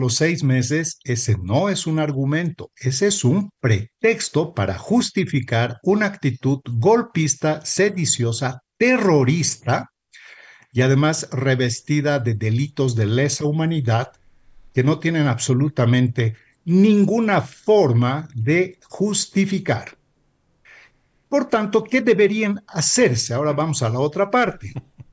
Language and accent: Spanish; Bolivia; tengo un hermoso poncho tarabuqueño, que por cierto es una joya hermosísima de mi tierra.